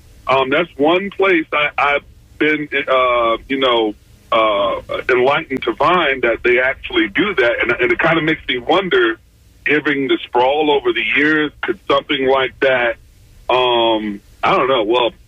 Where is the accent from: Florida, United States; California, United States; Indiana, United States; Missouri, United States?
Florida, United States; I'm calling because I grew up around Hillsborough County. We moved around a lot.